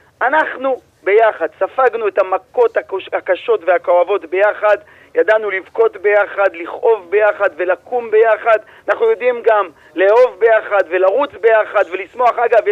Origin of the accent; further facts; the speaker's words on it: Beersheba, Southern District, Israel; אני נולדתי בבאר שבע, נולדתי, גדלתי, התחנכתי